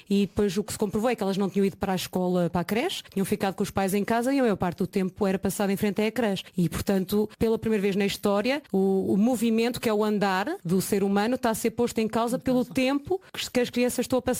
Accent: Donfins, Centro, Portugal; moved away as an adult; now in Azores, Portugal; Talvez um dia, para a reforma, voltarei para a minha aldeia de Donfins de Jarmel

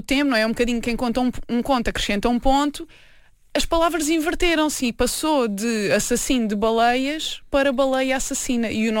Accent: Vila Nova de Milfontes, Alentejo, Portugal; eu não cresci na cidade, eu cresci numa vila pescatória, em Mil Fontes.

